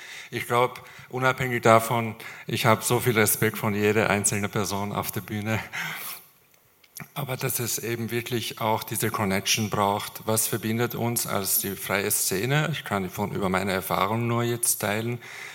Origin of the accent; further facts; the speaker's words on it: Tehran, Tehran Province, Iran; now in Graz, Austria; Ich bin auch in Teheran aufgewachsen